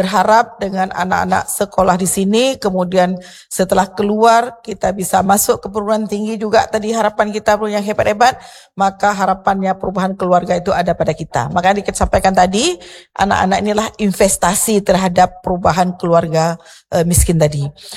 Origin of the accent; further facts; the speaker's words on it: Aceh, Indonesia; kita Aceh Besar